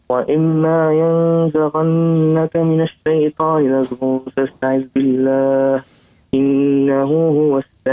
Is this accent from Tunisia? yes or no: yes; Sousse, Sousse Governorate, Tunisia